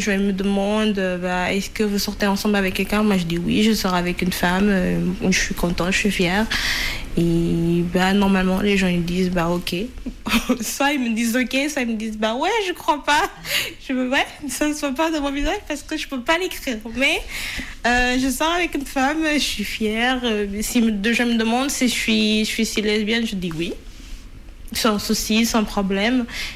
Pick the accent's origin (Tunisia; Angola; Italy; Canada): Angola; now in France; Là, en Angola, j'arrivais pas à sortir de chez moi pour avoir des interactions sociales, à part l'église, la maison et la maison de ma copine